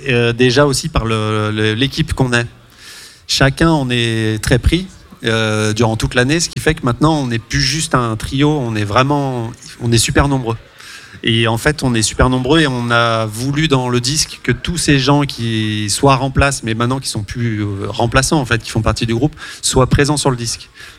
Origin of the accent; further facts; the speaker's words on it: Vienne, Auvergne-Rhône-Alpes, France; j'ai grandi à Vienne.